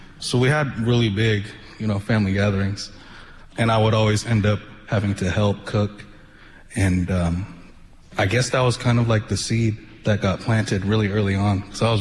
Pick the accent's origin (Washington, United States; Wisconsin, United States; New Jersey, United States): Washington, United States; Renton; And it's funny, it's like I grew up in Renton, and high school over there, Renton Indians.